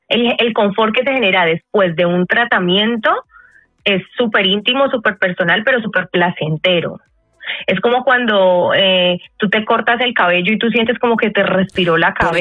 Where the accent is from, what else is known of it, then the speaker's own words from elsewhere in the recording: Cali, Valle del Cauca, Colombia; yo soy así, una caleña arrebatada